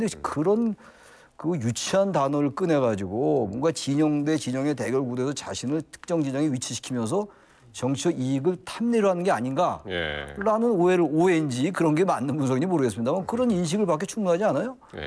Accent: Seoul, South Korea; 저 서울 사람인데

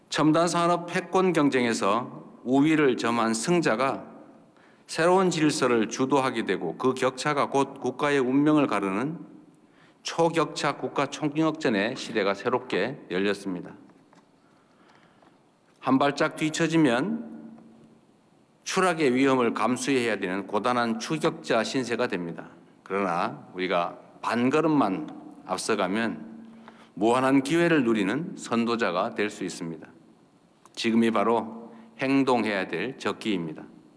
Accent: North Gyeongsang, South Korea; 제 고향이기도 한데 경상북도

